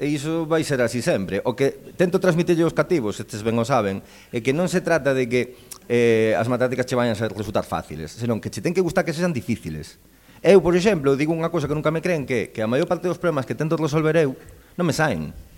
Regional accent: Canido, Galicia, Spain; Eu, podo dicir así, son de Canido toda a vida. Para quen saiba como era Canido antes, son de onde era o Bar Galiano.

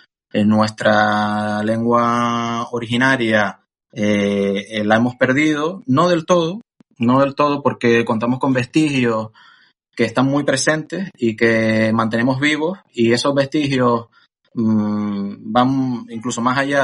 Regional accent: Canary Islands, Spain; accent: Canarian Spanish; ese español de Canarias es común, nos reconocemos enseguida como canarios.

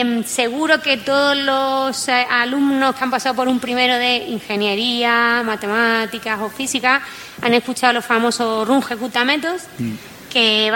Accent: Málaga, Andalusia, Spain; now in Valencia, Spain; Yo soy malagueña, estoy en Valencia.

